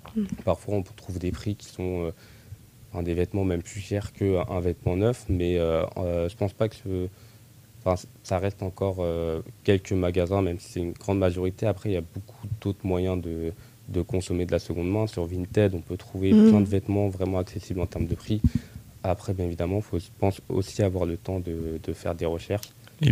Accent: Orléans, Centre-Val de Loire, France; now in Tours, France; je suis originaire d'Orléans.

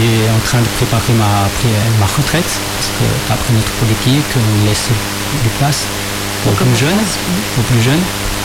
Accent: China; J'aimerais toujours le recevoir chez nous en Chine.

